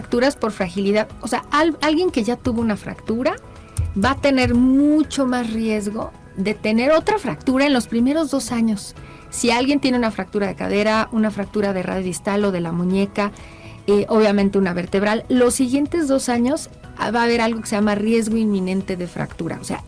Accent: Mexico; Tenemos nosotros como población mexicana datos relevantes

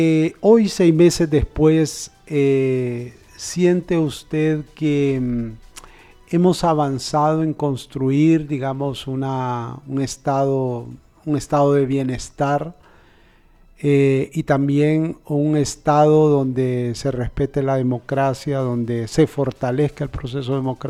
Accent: Honduras

